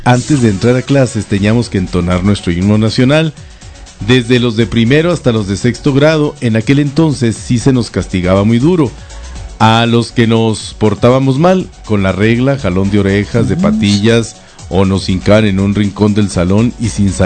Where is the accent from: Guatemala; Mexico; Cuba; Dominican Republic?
Mexico